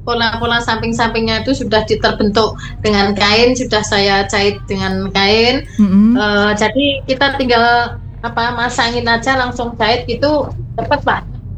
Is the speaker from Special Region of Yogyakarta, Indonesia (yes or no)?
no; Wonogiri, Central Java, Indonesia; Selamat sore juga Bapak, dan asli saya juga dari Wonogiri.